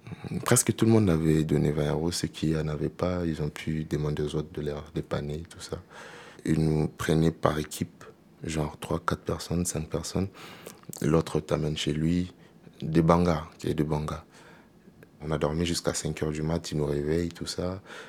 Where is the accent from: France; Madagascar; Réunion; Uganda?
Madagascar; on a essayé de discuter, on vient de Madagascar, je lui ai expliqué tout, tout, tout, tout, on vient juste d'atterrir